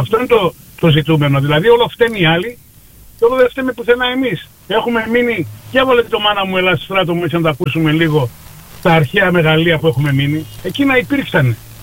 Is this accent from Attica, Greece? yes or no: no; Thessaloniki, Central Macedonia, Greece; από τη Θεσσαλονίκη, με τη Θεσσαλονίκη.